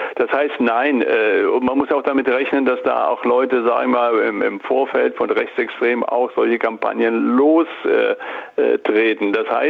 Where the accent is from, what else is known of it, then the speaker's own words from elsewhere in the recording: Thuringia, Germany; Also ich fand es einen Beitrag, den man sich als Thüringer anhören sollte.